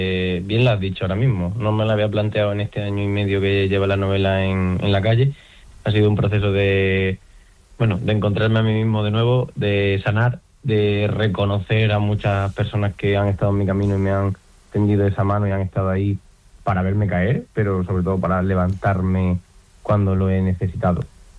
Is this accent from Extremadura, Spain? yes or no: yes; Sierra de Fuentes, Extremadura, Spain; he estado trabajando como fisioterapeuta 7 años en mi pueblo, en Sierra de Fuentes